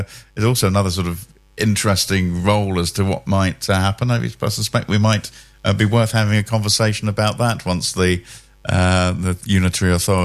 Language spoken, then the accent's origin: English; Colchester, East of England, United Kingdom; born there; I grew up in part in Colchester, which was bigger than Chelmsford.